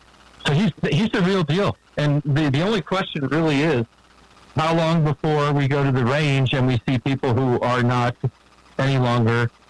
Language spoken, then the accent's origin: English; Baltimore, Maryland, United States; born there; Okay, so anyway, I was born in Baltimore. That makes me a Baltimorean.